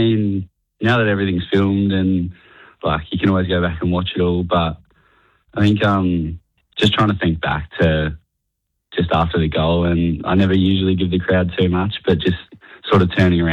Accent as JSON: {"language": "English", "town": "Adelaide", "region": "South Australia", "country": "Australia", "said": "I'm from Adelaide, so pretty lucky to have a lot of family members there."}